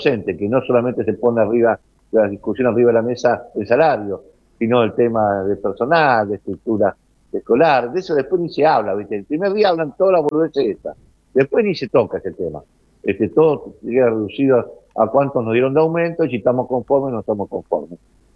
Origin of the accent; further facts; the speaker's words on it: Argentina; Pero así somos viscerales los argentinos.